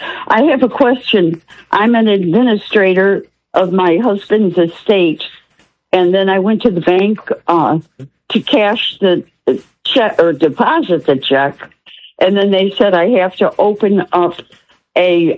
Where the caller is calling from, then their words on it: Sun City Center, Florida, United States; I'm calling right from Sun City Center.